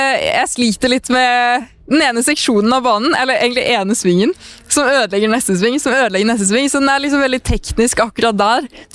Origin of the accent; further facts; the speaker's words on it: Stavanger, Rogaland, Norway; det var vennegjengen min hjemme I Stavanger